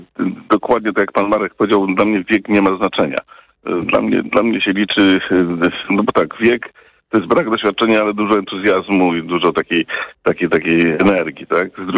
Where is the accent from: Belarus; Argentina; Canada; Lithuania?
Canada; Ja mam doświadczenie, ponieważ jestem Kanadyjczykiem i wiem, że ten system można bardzo mądrze regulować imigracją, tak?